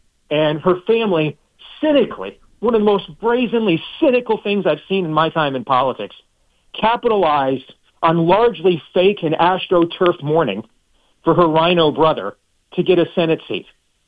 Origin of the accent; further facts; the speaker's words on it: Iowa, United States; the gubernatorial race in my home state of Iowa with Zach Lane.